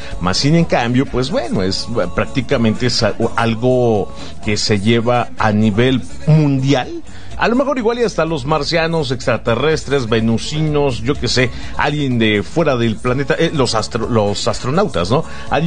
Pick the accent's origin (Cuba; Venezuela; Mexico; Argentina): Mexico; Somos mexicanos, somos paisanos, patriotas, somos hermanos